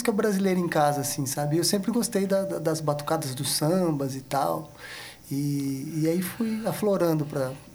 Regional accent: Curitiba, Paraná, Brazil; also born or lived in São Paulo; eu sou nascido em São Paulo, capital, mas eu me criei em Curitiba.

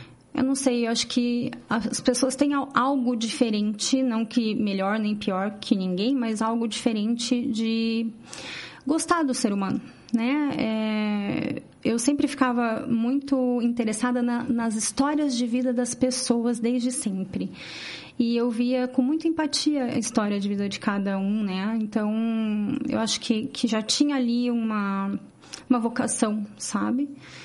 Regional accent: Itapeva, São Paulo, Brazil; moved away; Eu sou nascida numa cidade do interior de São Paulo, chama Itapeva. É no sul do estado.

